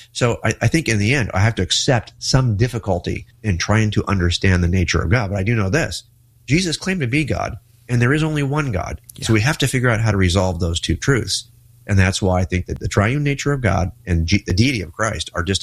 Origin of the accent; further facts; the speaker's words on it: California, United States; Yeah, I'm a Californian, but you know, to be honest, I could move to Arizona.